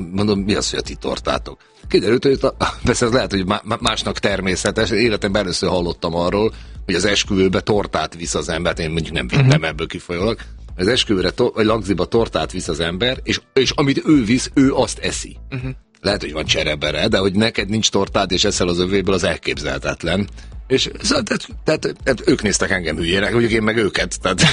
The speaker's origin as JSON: {"language": "Hungarian", "town": "Szombathely", "region": "Vas", "country": "Hungary", "moved": "yes", "lives_now": "Budapest, Hungary", "said": "én, mint szombathelyi, Budapesten élő szombathelyi gyerek"}